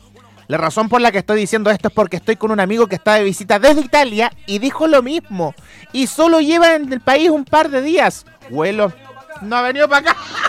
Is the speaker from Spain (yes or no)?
no; Chile